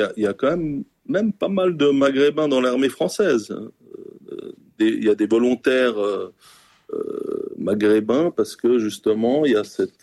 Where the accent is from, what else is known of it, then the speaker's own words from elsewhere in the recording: Switzerland; also born or lived in Pakistan (father's origin) / Czech Republic (mother's origin); Moi je suis suisse de branche, hein, naturalisé suisse à 17 ans. J'ai un père qui était d'origine pakistanaise et une mère tchèque.